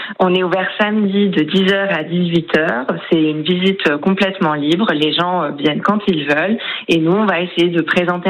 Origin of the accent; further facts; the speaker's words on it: Brittany, France; now in La Ferté-Bernard, France; Moi, je viens de Bretagne